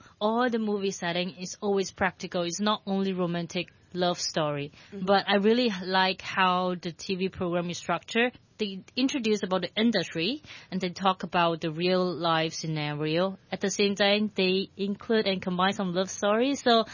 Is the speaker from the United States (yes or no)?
no; Malaysia; moved away as an adult; now in Hong Kong; I am Malaysian, Chinese. I came to Hong Kong around like 7 years ago for my university. I was studying in the HSUHK, Hang Seng University of Hong Kong.